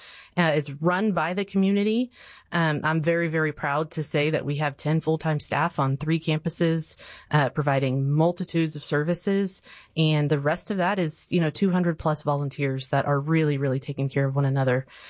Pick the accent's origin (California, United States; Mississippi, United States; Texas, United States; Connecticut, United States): Texas, United States; New Braunfels; So I grew up in New Braunfels in Comal County, and I love New Braunfels with my whole heart.